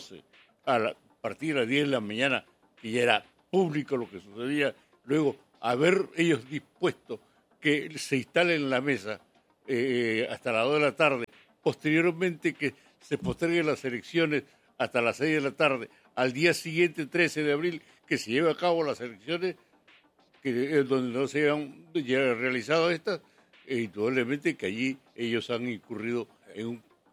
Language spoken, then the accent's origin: Spanish; Chincha, Ica, Peru; Estoy averiguando porque … somos de Chincha.